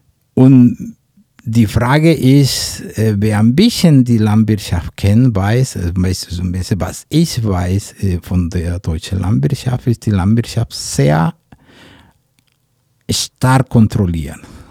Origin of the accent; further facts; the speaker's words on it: Mexico; German is a second language; Ich meine, ich bin Mexikaner